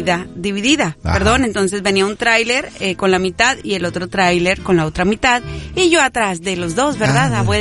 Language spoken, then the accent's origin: Spanish; Zaragoza, Coahuila, Mexico; moved away; hay en mi pueblo tornados. No uno, no dos, tres.